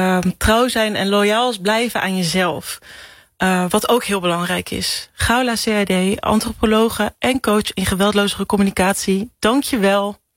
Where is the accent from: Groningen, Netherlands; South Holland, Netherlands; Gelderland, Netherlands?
South Holland, Netherlands; Rotterdam; ik kom uit Rotterdam